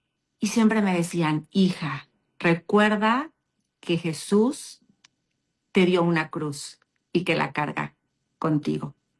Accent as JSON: {"language": "Spanish", "town": "León", "region": "Guanajuato", "country": "Mexico", "tie": "born there", "said": "soy mexicana, nacida en la ciudad de León, Guanajuato, un 21 de febrero de 1980, próxima a cumplir un año más de vida"}